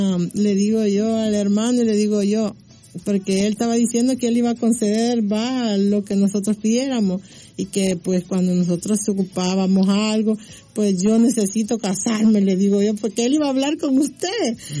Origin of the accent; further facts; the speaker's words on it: El Salvador; Pues ya, yo soy del Salvador y pues nos conocimos con mi esposo allá y nos conocimos aquí.